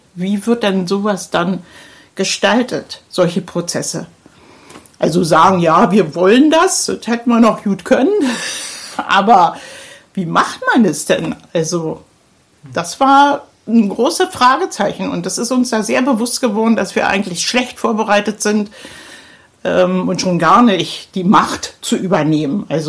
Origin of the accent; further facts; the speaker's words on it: Berlin, Germany; ich komme aus dem Stadtbezirk Pankow